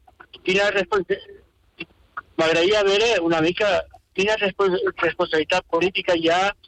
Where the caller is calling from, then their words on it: Bellmunt del Priorat, Catalonia, Spain; vaig a Bellmunt, soc de Bellmunt